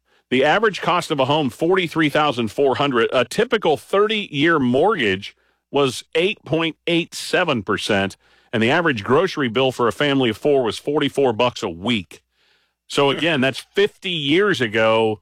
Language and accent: English; Midwest, United States; growing up in the Midwest, you have your teams